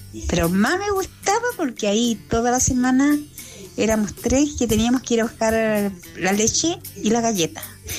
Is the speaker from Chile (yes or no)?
yes; Coquimbo, Chile; now in Vallenar, Chile; Y yo estudié en Coquimbo, y soy de Coquimbo, pero estoy radicada acá en Vallenar.